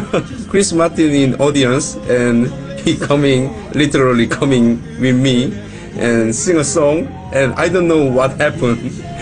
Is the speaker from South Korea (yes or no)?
yes; South Korea; English is a second language; moved away as an adult; now in United Kingdom; I'm from South Korea. I many time in Korea, but I want a wider city, so I came to here, UK.